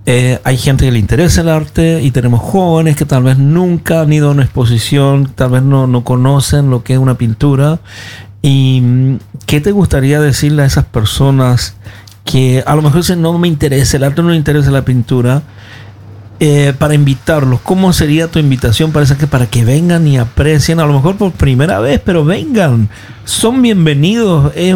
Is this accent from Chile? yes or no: yes; Chile; moved away